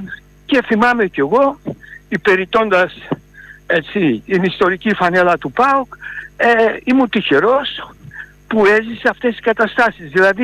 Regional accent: Thessaloniki, Central Macedonia, Greece; σαν Θεσσαλονικιός

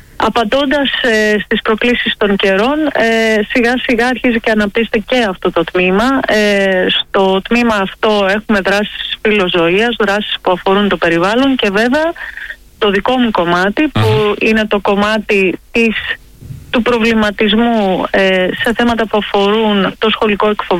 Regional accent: Kalavryta, Western Greece, Greece; Εγώ από τα Καλάβρητα.

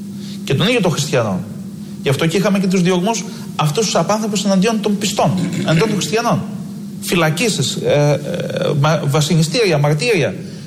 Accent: Greece

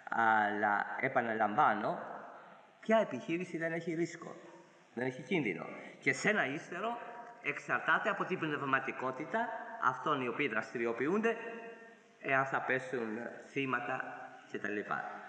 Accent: Greece; Είμαστε Έλληνες

